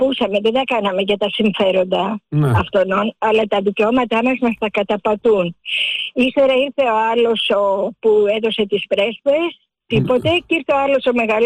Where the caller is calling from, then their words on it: Piraeus, Attica, Greece; από τον Πειραιά.